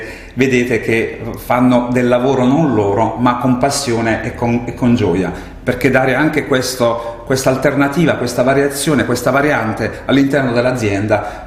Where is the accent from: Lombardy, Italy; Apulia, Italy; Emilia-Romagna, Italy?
Apulia, Italy; Taranto; Io sono un tarantino doc di tante generazioni